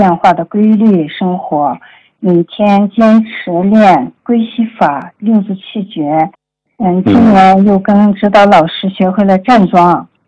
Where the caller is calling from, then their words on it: Ili, Xinjiang, China; 我是来自新疆伊犁的一名老学员。